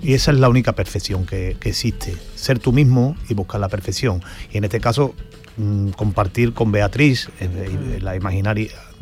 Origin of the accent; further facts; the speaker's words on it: Seville, Andalusia, Spain; Bueno, yo soy muy sevillano y creo que para mí la Semana Santa es la fiesta más pagana que existe